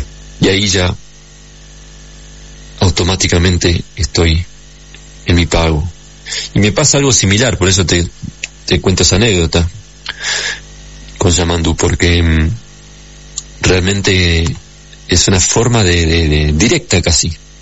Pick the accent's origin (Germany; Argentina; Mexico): Argentina; moved away; me hace más leve la pena de estar lejos de mi tierra amada, de mi Argentina, siempre con el deseo y el sueño de regresar